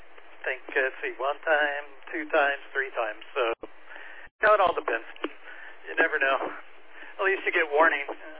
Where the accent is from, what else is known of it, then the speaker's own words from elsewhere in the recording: Florida, United States; moved away as an adult; also born or lived in Gulf Coast; I was raised in Florida with that kind of humidity and spent another 12 years along the Gulf Coast and in Florida